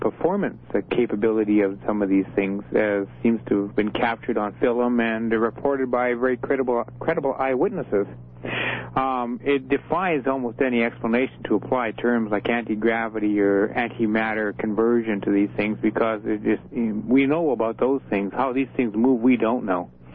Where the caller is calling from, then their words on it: Edmonton, Alberta, Canada; Edmonton, Alberta, CJC country.